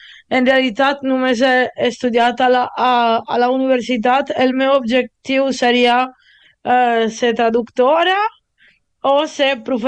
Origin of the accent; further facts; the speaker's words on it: Italy; Catalan is a second language; now in Romania; Això, però sóc italiana.